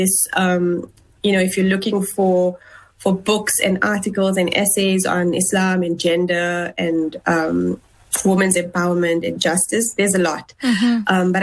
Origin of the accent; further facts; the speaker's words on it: South Africa; as a South African, as a Muslim.